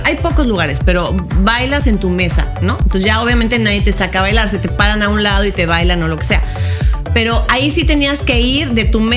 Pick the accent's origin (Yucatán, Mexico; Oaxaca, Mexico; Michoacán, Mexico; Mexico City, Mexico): Yucatán, Mexico; Mérida; en mi pueblo sí, ¿eh? Aquí en Mérida